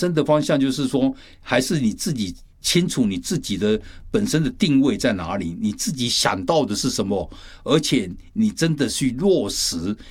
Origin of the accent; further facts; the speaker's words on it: China; 我们中国人